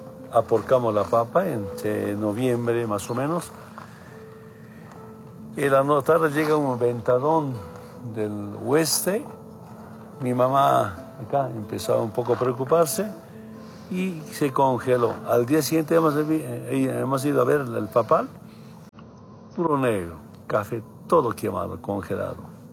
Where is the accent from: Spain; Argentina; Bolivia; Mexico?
Bolivia; Altiplano; Es la casita donde yo nací, un 26 de octubre de 1959. Y acá nunca se conocía ducha, ni baño, nada, no conocían. El gran problema de todo el altiplano boliviano es la sequía, la helada.